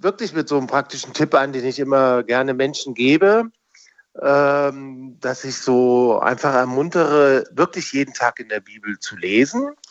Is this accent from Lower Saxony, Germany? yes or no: no; Kassel, Hesse, Germany; Und dann habe ich so als Jugendlicher mit 16 Jahren, ich bin in Kassel groß geworden